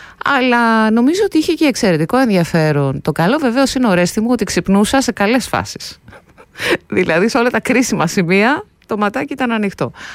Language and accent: Greek; Central Macedonia, Greece; στεναχωρήθηκα πάρα πολύ και στην πατρίδα μου, πάνω στη Χαλκιδική, είχαμε σοβαρά τροχαία.